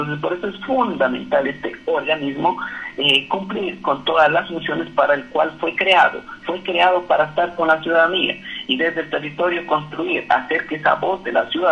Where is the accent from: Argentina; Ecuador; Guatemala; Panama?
Ecuador; San Pablo de Atenas, Bolívar; born there; first language Spanish